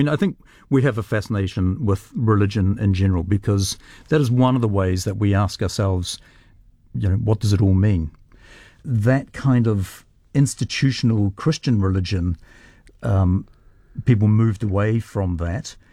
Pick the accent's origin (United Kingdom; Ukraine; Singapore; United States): Singapore; I was brought up in Singapore when my father was the chaplain of St. Andrew's College in Singapore